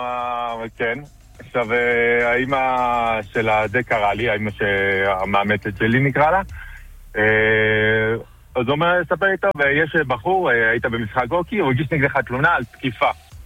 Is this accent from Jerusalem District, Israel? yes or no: no; Bat Yam, Tel Aviv District, Israel; also born or lived in Metula; שם גדלתי כילד